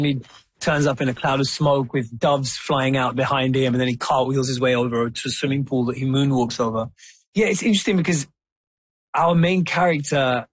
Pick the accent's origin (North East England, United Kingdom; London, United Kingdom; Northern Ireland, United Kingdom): London, United Kingdom; Wembley; I would read this play about a prince growing up in Denmark, and I was like, this is exactly like growing up in Wembley.